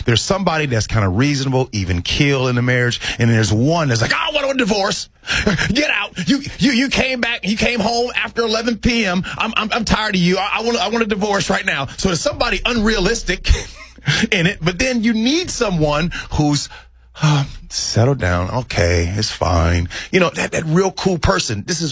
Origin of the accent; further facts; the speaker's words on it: Chicago, Illinois, United States; Now, I'm born and raised on the South Side. I was always a Cubs fan because my dad took me to Cubs games.